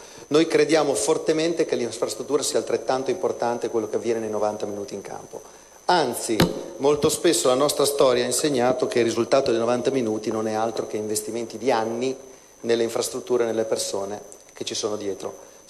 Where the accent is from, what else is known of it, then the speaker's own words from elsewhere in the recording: Modena, Emilia-Romagna, Italy; born there; Io sono nato a Modena, che è una terra di persone vulcaniche senza vulcani.